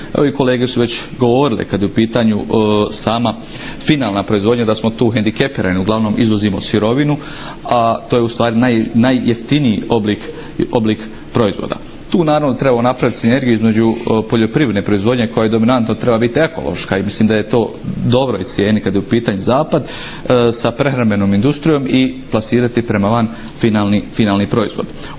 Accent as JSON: {"language": "Bosnian", "town": "Velika Kladuša", "region": "Federation of Bosnia and Herzegovina", "country": "Bosnia & Herzegovina", "said": "Ja dolazim iz Velike Kladuše, tu zaista nedostaje smještajnih kapaciteta"}